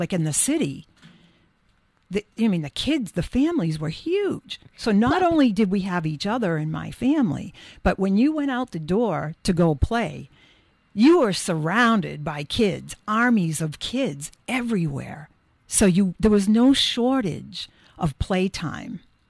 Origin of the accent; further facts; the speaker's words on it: Dorchester, Massachusetts, United States; And so growing up in Dorchester, at least in the time that we did, families were very large.